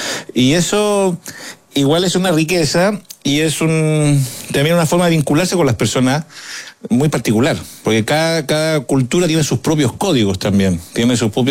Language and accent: Spanish; Lautaro, Araucanía, Chile; born there; Entonces, de pronto partía, no sé, en Temuco, porque yo nací en Lautaro.